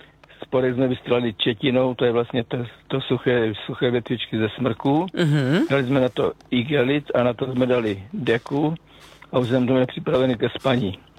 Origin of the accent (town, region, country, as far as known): South Moravian Region, Czechia